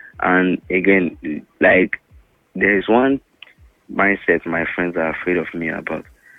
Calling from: Suleja, Niger State, Nigeria; calling from Suleja.

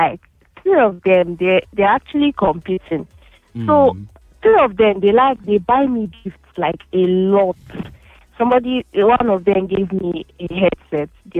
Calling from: South West England, United Kingdom; I'm calling from Somerset.

